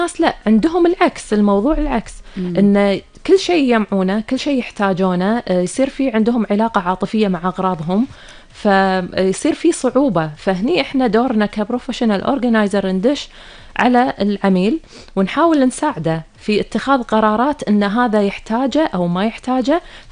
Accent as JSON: {"language": "Arabic", "country": "Kuwait", "said": "أنا يعني منهم وفيهم كويتية"}